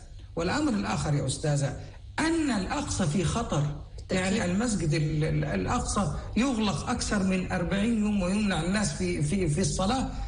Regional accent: Egypt; نتأثر به كمصريين

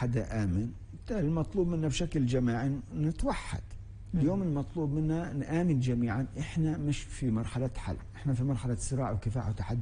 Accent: Palestine; احنا اليوم كفلسطينيين

